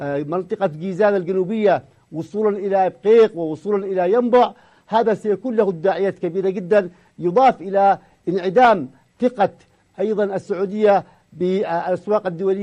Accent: Yemen

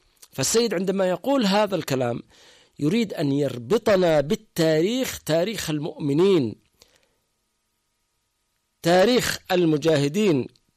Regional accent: Yemen; عندنا في اليمن

